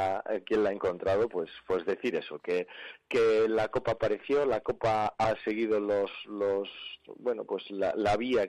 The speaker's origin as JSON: {"language": "Spanish", "area": "Soria", "region": "Castile and León", "country": "Spain", "said": "Y que aparezca en mi pueblo"}